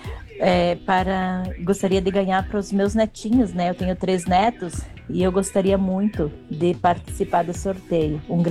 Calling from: Arvoredo, Santa Catarina, Brazil; aqui de Arvoredo.

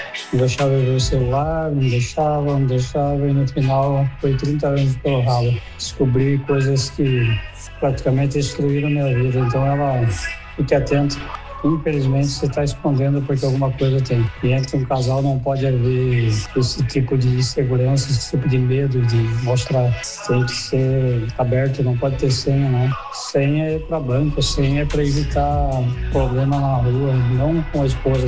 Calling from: São Paulo, Brazil; eu sou de São Paulo, Manito, São Paulo, interior de São Paulo.

